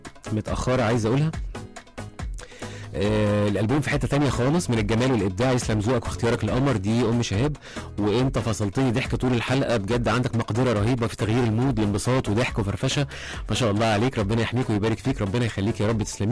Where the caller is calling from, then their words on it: Cairo, Cairo Governorate, Egypt; من القاهره